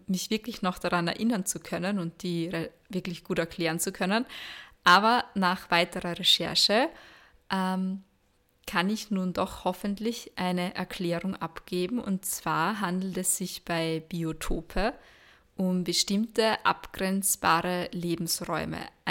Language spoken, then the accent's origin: German; Austria; Ja, wie schaut das jetzt bei uns in Österreich aus? Laut der Aussage von Donald Trump voriges Jahr leben wir angeblich in Wäldern, alle Österreicher.